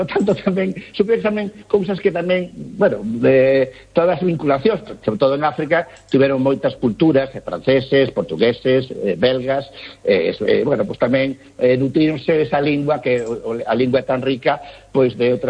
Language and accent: Galician; Galicia, Spain